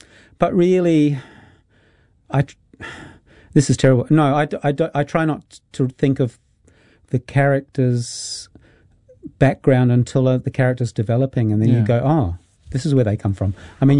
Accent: Adelaide, South Australia, Australia; moved away; I come from Adelaide originally.

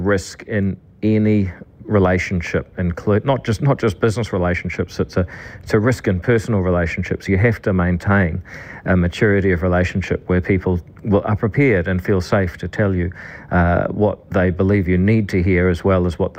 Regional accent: New Zealand; as a New Zealander

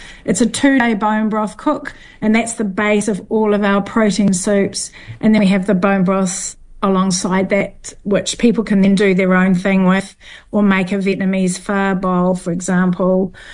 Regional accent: Northland, New Zealand; saving up to go overseas, as us Kiwis do. But I learned a lot. From a foodie family background, growing up in the Bay of Islands, we grew everything.

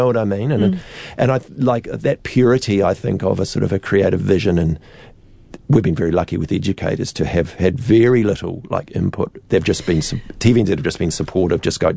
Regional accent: Dunedin, Otago, New Zealand; I'm from Dunedin. Heaven forbid, I'm not from Christchurch.

